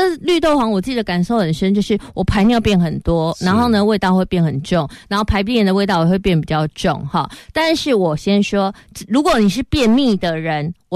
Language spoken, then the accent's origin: Chinese; Taiwan